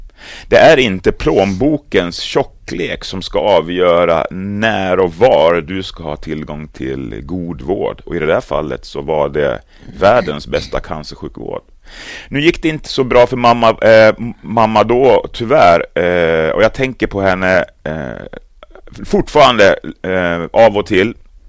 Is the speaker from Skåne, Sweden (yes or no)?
no; Avesta, Dalarna County, Sweden; lilla bruksorten Avesta, stålstaden där jag växte upp